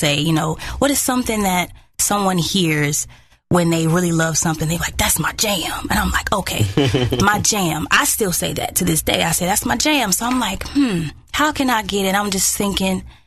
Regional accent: Anderson, South Carolina, United States; also born or lived in Greenville, United States / Augusta, United States; I spent most of my years in Anderson and Greenville, South Carolina.

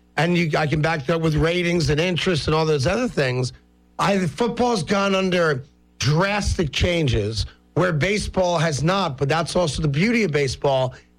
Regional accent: East Coast, United States; born or raised there

